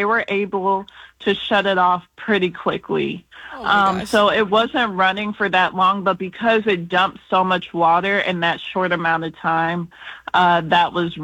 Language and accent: English; Atlanta, Georgia, United States; now in Houston, United States; Just figuring out life in Houston, because I'm actually from Atlanta, Georgia.